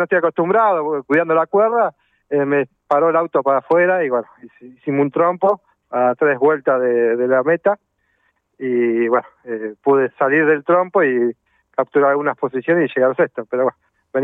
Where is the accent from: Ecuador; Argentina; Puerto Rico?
Argentina; La Plata, Buenos Aires Province; born there; also born or lived in General Belgrano, Buenos Aires, Argentina; Sí, soy más platense que General Belgrano, pero bueno, nací en General Belgrano, así ahí son mis raíces, pero bueno, casi toda la vida acá en la ciudad.